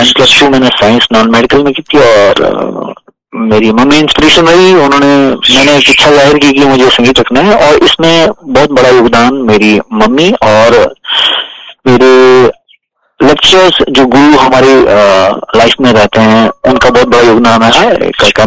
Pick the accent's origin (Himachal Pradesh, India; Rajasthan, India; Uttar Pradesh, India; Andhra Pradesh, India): Himachal Pradesh, India; Kangra district; moved away as an adult; also born or lived in Chandigarh (Punjab University); now in Mumbai, India; मैं क्योंकि एक गांव से बिलोंग करता हूँ, एक उखेड़ गांव है हिमाचल में, छोटे से नूरपुर